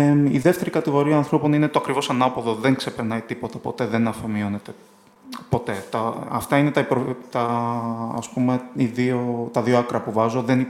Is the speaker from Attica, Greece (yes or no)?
yes; Piraeus, Attica, Greece; είμαι ένας Αρμένης από τον Πειραιά, είμαι ένας δηλαδή Πειραιώτης Αρμένης. Ορίζω τον εαυτό μου πιο πολύ ως έναν άνθρωπο ο οποίος είναι από τον Πειραιά, τα περίχωρα, εκεί που έχει μεγαλώσει, εκεί που έχει τις εικόνες του, τις εμπειρίες του.